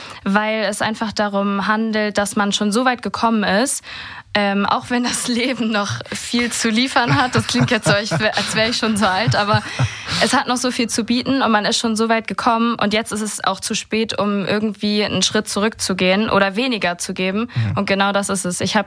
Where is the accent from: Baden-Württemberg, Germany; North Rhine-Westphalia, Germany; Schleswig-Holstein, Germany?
Schleswig-Holstein, Germany; Flintbek; born there; now in Kiel, Germany; Also gebürtig, also ursprünglich aus Flintbek. Und mittlerweile lebe ich in Kiel.